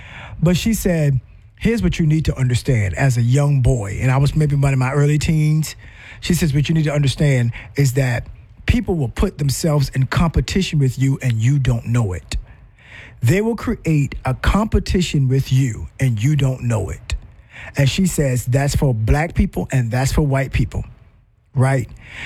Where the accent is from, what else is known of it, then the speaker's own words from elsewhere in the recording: the South, United States; I grew up in the South.